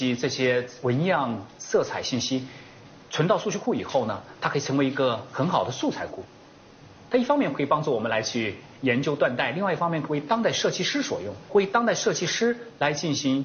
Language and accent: Chinese; Jingdezhen, Jiangxi, China; 2006年回到景德镇，当时是一个政府组织的一个去引财引资的一个活动回来，让我有了深入接触、了解我家乡的机会。